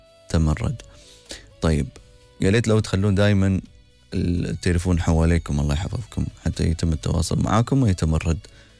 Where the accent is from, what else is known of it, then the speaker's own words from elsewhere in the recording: Abu Dhabi, United Arab Emirates; أنا مواطنة من أبوظبي، عندي 4 أبناء ما شاء الله